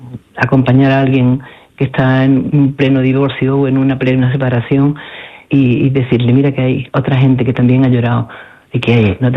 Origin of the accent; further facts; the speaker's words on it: Andalusia, Spain; Nos encanta llevar nuestra Andalucía donde quiera que vayamos. Y siempre se nos nota en todo que estamos unidos, que somos andaluces